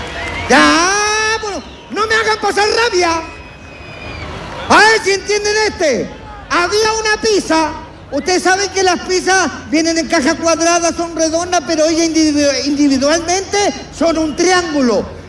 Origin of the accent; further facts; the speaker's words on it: La Florida, Santiago Metropolitan, Chile; Yo soy de la yo soy de la Floriguana, o sea, de la Florida. Yo soy de ahí.